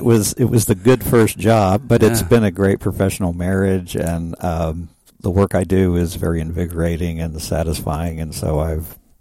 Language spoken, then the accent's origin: English; Oklahoma City, Oklahoma, United States; moved away as an adult; also born or lived in Nebraska / Kansas; now in Temple, Texas, United States; No, I grew up in Oklahoma City, actually.